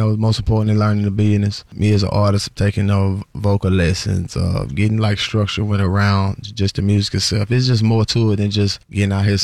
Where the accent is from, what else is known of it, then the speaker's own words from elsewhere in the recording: Decatur, Mississippi, United States; Nah, I'm from Decatur, Mississippi.